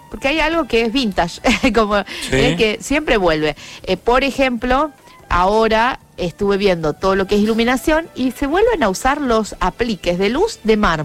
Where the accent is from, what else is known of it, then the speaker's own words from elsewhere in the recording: Piamonte, Santa Fe, Argentina; now in Rosario, Argentina; Yo soy de un pueblo de la provincia de Santa Fe que se llama Piamonte, y de 3.000 habitantes, y me enamoré de Rosario.